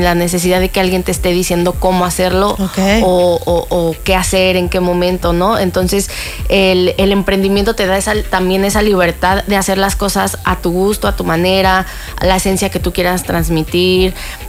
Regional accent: Mexico City, Mexico; moved away as an adult; now in Cancún, Mexico; yo soy de la Ciudad de México, entonces yo decidí venirme a Cancún

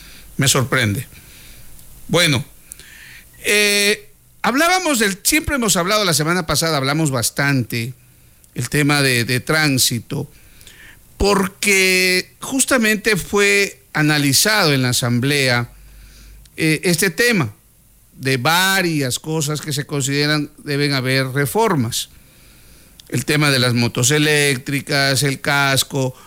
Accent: Ecuador; los que somos ecuatorianos

